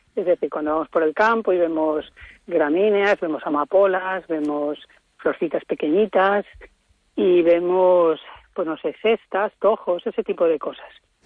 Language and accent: Spanish; Galicia, Spain; los que somos gallegos